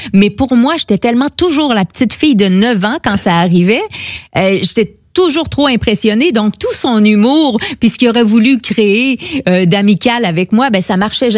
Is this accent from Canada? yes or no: yes; Quebec, Canada; comme tout est dans tout, comme on dit chez nous au Québec.